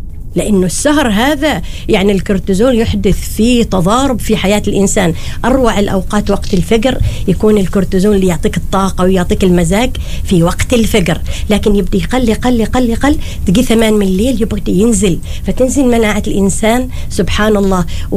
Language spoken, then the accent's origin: Arabic; Oman; عندنا في عمان